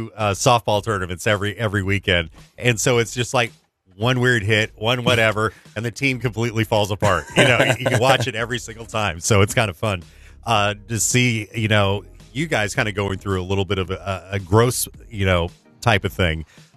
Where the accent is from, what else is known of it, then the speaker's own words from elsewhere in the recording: Charleston, United States; moved away; when I lived in Charleston. I grew up in Charleston.